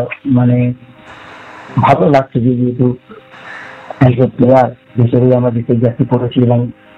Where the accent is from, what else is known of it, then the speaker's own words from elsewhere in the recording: India; born there; ভারতবর্ষে আমরা জন্মেছি